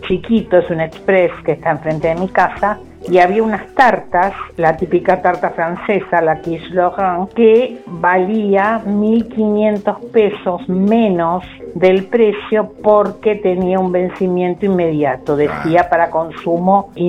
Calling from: Buenos Aires, Argentina; soy de Belgrano.

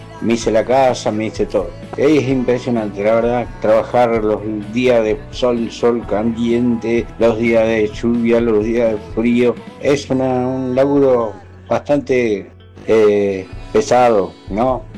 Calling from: General Rodríguez, Buenos Aires Province, Argentina; de General Rodríguez.

